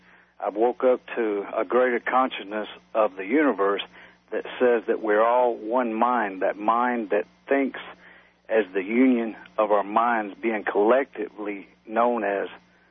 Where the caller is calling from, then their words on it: Mississippi, United States; from Mississippi.